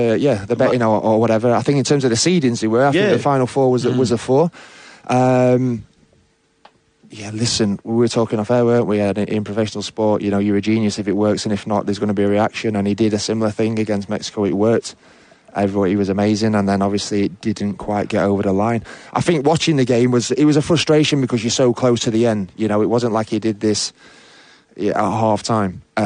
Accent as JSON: {"language": "English", "town": "Sheffield", "region": "Yorkshire and the Humber", "country": "United Kingdom", "said": "I'm a Yorkshireman."}